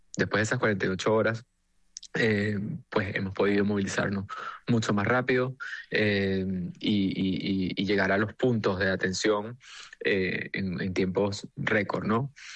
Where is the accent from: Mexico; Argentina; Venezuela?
Venezuela; Yo te puedo decir como un venezolano